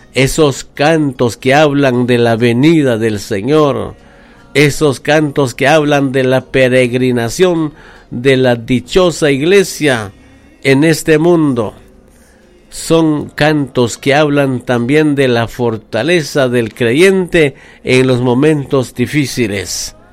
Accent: San Raimundo, Guatemala Department, Guatemala; San Raimundo ya es Guatemala, ya es capitalino. Y los fronterizos nos dicen a nosotros que ya somos capitalinos, ¿sí?

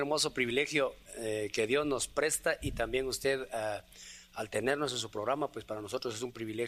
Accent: San Pedro Sacatepéquez, San Marcos, Guatemala; Y somos originarios de San José Caben, San Pedro, San Marcos. Ahí estamos a 3 kilómetros del Parque de San Pedro.

